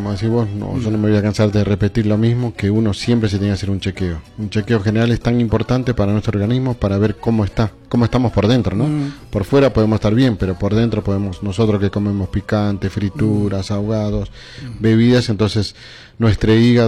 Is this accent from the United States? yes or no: no; La Paz, Bolivia; now in Santa Cruz, Bolivia; nosotros que somos de allá de La Paz